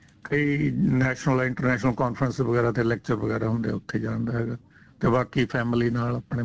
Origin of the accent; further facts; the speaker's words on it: Punjab, India; moved away as an adult; also born or lived in United Kingdom; now in Western Australia, Australia; ਮੈਂ ਜੀ ਮੇਰਾ ਆਈ ਕਮ ਫਰੋਮ ਏ ਵਿਲੇਜ, ਪਿੰਡ ਮੇਰਾ ਹੈਗਾ ਐਤੀਆਣਾ, ਜਿਹੜਾ ਰੈਕੋਟ ਤਹਿਸੀਲ ਤੇ ਸੁਧਾਰ ਬਲਾਕ ਦੇ ਵਿੱਚ ਪੈਂਦਾ, ਬਹੁਤ ਵੱਡਾ ਪਿੰਡ ਆ ਸਾਡਾ।